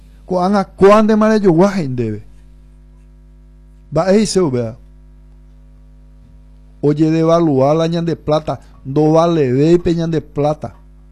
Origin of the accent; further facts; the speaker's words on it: Paraguay; No es lo que yo quiero como paraguayo